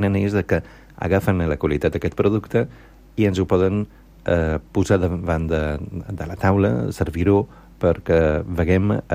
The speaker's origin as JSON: {"language": "Catalan", "region": "Balearic Islands", "country": "Spain", "said": "Volem conèixer, descobrir, sorprendre'ns, probablement, com a menorquins i menorquines, evidentment tots els visitants estan benvinguts, el que és el nostre múscul a nivell de tema producte local."}